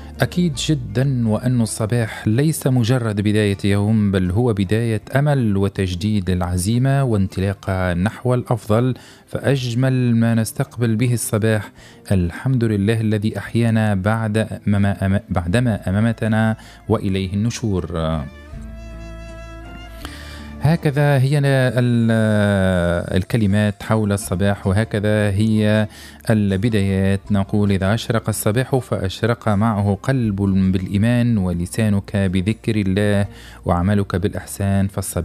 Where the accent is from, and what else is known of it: Tunisia